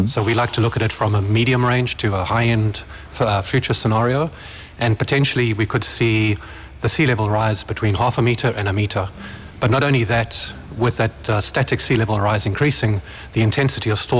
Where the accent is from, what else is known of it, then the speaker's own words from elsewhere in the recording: South Africa; moved away as an adult; now in Ireland; I'm sure my accent will give me away, but been here in Ireland now for just over 2.5 years.